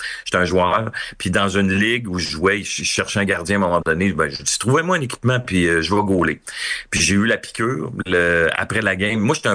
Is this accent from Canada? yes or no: yes; Quebec City, Quebec, Canada